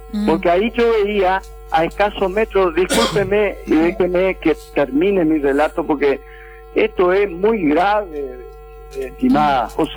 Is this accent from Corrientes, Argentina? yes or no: yes; Bella Vista, Corrientes, Argentina; no soy de esa localidad, o sea, eso es jurisdicción La Valle, Goya, yo soy de Bellavista, otra jurisdicción policial y, como es, jurídica, judicial, sí. Y yo estoy en Bellavista